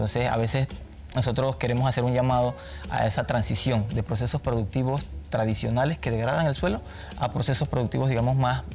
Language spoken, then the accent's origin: Spanish; Panama; como ciudadanía, como pueblo panameño, yo los exhorto